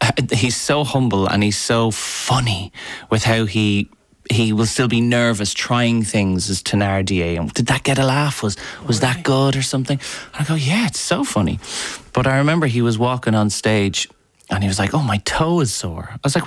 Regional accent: Navan, County Meath, Ireland; born there; I grew up in St Mary's Musical Society in Navan

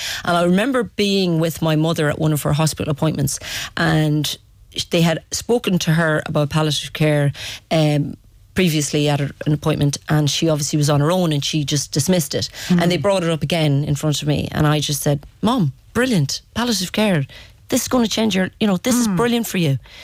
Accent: Knockmore, Connacht, Ireland; was born and bred in Knockmore GA.

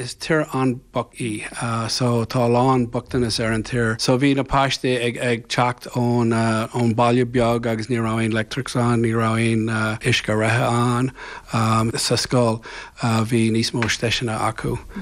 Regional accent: Roscommon, Connacht, Ireland; now in Colorado, United States; is éarnach mé, so is as Roscommon Haas mé ó Dúchas, a cinnis tá mé mo chónaí Colorado sa stáitínta

